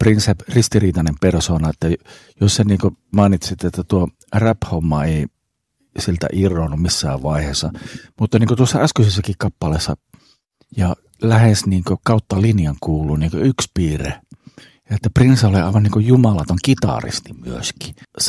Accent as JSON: {"language": "Finnish", "town": "Oulu", "region": "North Ostrobothnia", "country": "Finland"}